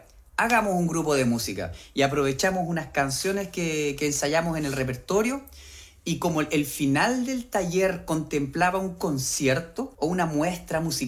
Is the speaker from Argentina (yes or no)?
no; Chile; moved away as an adult; now in Brussels, Belgium; y yo llevo recién 10 años. Entonces yo me siento más chileno que belga, por supuesto.